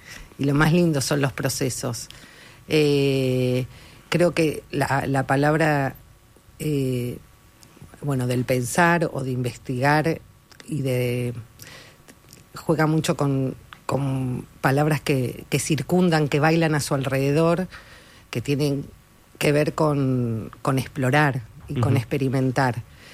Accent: Argentina; Yo nací en Argentina y en una casa muy abierta, bastante comunitaria, con personas que iban y venían.

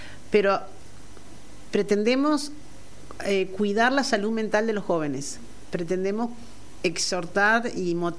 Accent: Uruguay; nuestra cabeza de uruguayos también es medio cuadrada

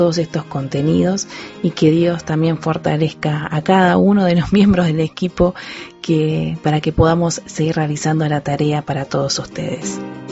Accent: Uruguay; que estaremos de aniversario aquí en Uruguay

